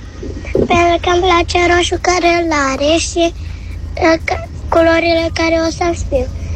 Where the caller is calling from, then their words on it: Iași County, Romania; din Iași. Fac 8 ani